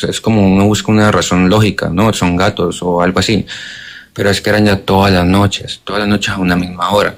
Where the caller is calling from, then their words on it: Cali, Valle del Cauca, Colombia; Me comunico de Cali